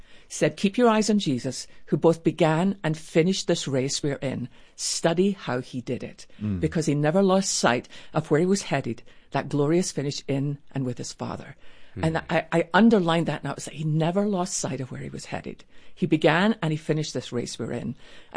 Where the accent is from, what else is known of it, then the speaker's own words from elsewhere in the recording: Scotland, United Kingdom; because I'm Scottish and we use everything.